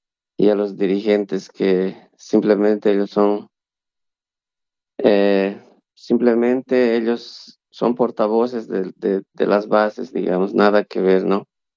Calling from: Bolivia

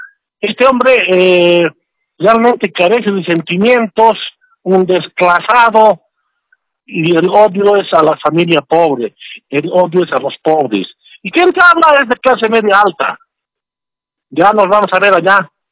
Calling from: El Alto, La Paz, Bolivia; te hablo del Alto.

